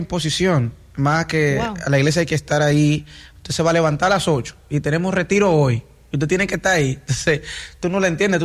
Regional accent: Dominican Republic; born there; exacto, en República Dominicana.

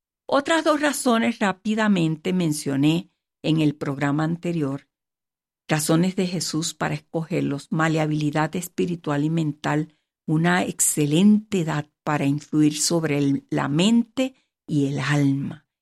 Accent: Puerto Rico; en Puerto Rico, mi tierra natal, conocí al Señor a los 14 años bajo un avivamiento entre la juventud.

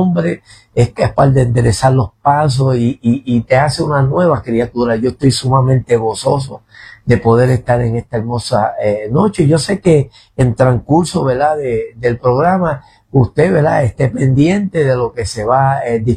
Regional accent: Puerto Rico; born there; also born or lived in New Jersey, United States

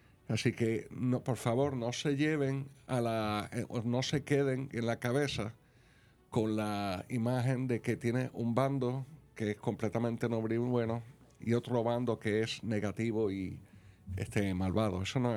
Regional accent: Madrid, Community of Madrid, Spain; moved away; also born or lived in Puerto Rico; yo, aunque nací en Puerto Rico, me crié en Madrid, en España

